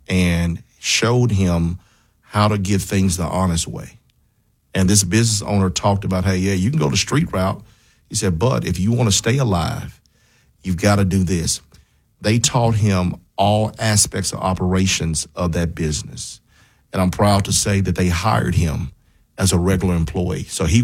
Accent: Memphis, Tennessee, United States; growing up in Memphis, times have changed.

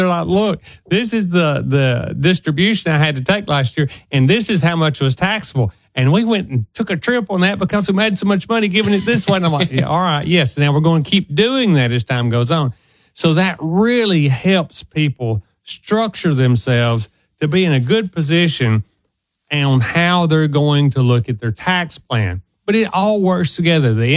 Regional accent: the South, United States; accent: Southern

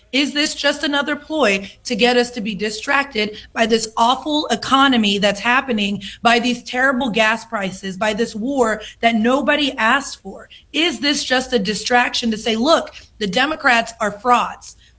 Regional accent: Oklahoma, United States; my home state of Oklahoma

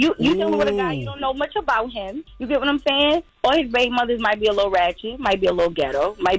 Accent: New York, United States; now in Atlanta, United States; I'm actually calling out of Atlanta, but I'm originally from New York.

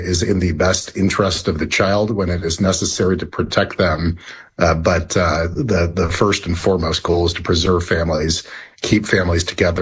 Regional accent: Idaho, United States; I'm from Idaho as well, so we're neighbors, Glenn.

